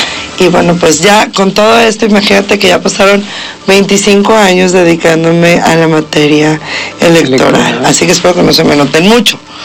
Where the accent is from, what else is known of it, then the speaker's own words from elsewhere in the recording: Puebla, Mexico; yo soy orgullosamente producto poblano.